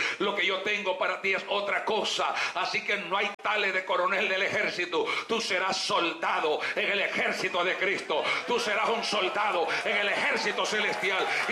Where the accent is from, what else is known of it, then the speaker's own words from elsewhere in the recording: El Salvador; also born or lived in Honduras; Soy hondureño por nacimiento, de padres salvadoreños. Y soy salvadoreño por crecimiento.